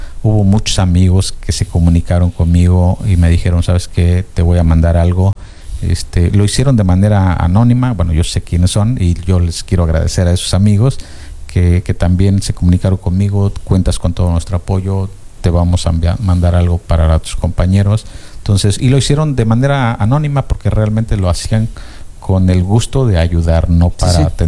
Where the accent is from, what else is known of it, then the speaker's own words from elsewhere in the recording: Tlanchinol, Hidalgo, Mexico; Yo soy de Tlanchinol.